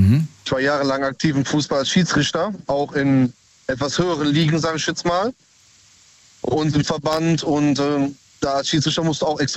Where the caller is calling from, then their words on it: Cologne, North Rhine-Westphalia, Germany; Aus Köln.